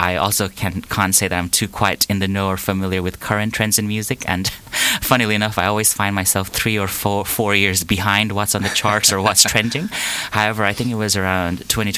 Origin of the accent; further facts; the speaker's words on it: Nepal; moved away; I'm originally from Nepal, and growing up in Nepal, MTV and VH1 was absolute staples after school